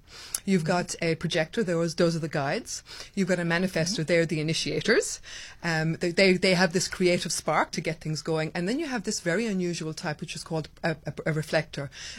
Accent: Killarney, Munster, Ireland; moved away as an adult; also born or lived in South Africa; So I grew up in Ireland, the southwest of Ireland.

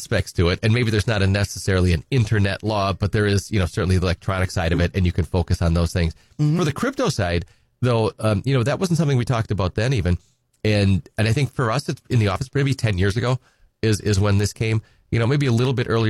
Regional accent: Edgar, Wisconsin, United States; I'm from Edgar originally, and, you know, good hometown Wisconsin Badger. My undergrad is from Madison, but I'm from Edgar.

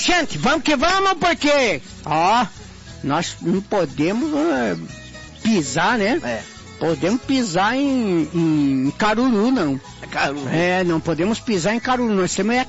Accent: Ponta Porã, Mato Grosso do Sul, Brazil; para minha cidade natal, Ponta Porã, Mato Grosso do Sul.

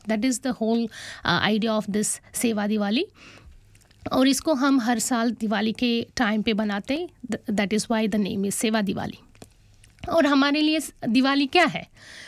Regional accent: Karnataka, India; Hindi is a second language; now in Australia; वैसे मैं south India से बिलोंग करती हूँ, मगर ठीक ठाक हिंदी बोल लेती

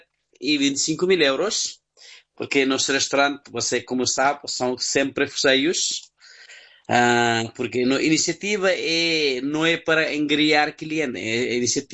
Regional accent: Nepal; born or raised there; Portuguese is a second language; moved away as an adult; now in Lisbon, Portugal

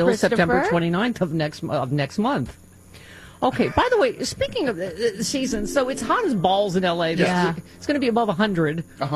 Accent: Lockport, New York, United States; in honor of Lake Ontario, which is near where I grew up in Lackport, up the transit from Tanawana to Wagatanawana. Did you know that? I'm closer to Lake Ontario than Lake Erie.

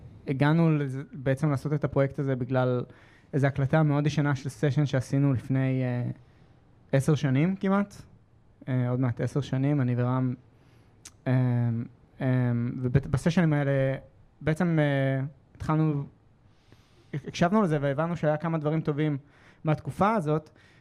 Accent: Kfar Yedidia, Central District, Israel; born there

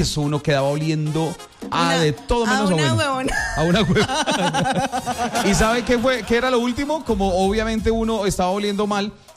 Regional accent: San Antonio, Tolima, Colombia; moved away; Cuando uno cumplía años en mi pueblo natal, en San Antonio, Tolima.

